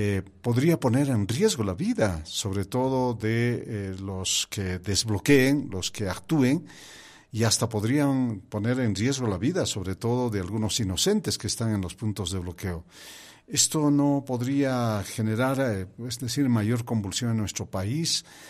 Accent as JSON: {"language": "Spanish", "country": "Bolivia"}